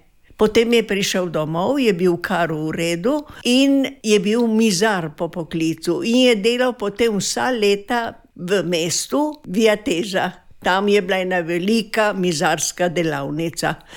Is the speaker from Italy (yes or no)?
yes; Boršt, Friuli-Venezia Giulia, Italy; now in Milje, Italy; Jaz sem doma iz Boršta. Jaz sem Boštanka in Boršt imam še zmeraj zelo rada, čeprav sem tukaj že dosti let.